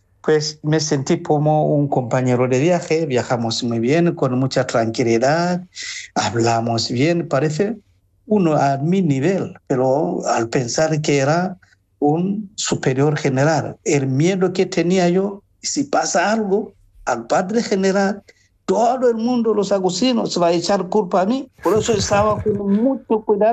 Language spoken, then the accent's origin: Spanish; Tanzania; moved away; llevaba párroco como 13 años en una parroquia allá en mi tierra. Pues y era también la parroquia en la ciudad más importante, la ciudad muy comerciante en Tanzania.